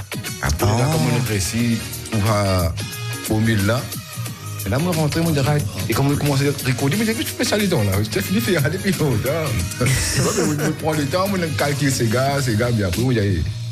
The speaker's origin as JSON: {"language": "French", "country": "Mauritius", "said": "je suis de Maurice"}